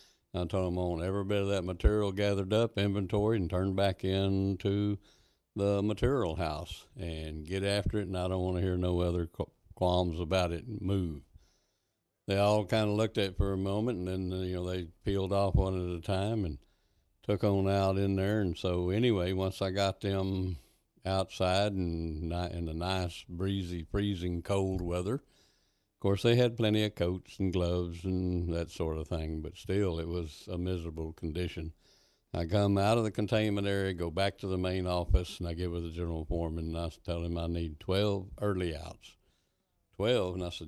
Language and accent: English; Lubbock, Texas, United States; now in Llano County, United States; I'm originally from Lubbock, and that's from my place here in Llano County. That's about a six-hour drive nonstop.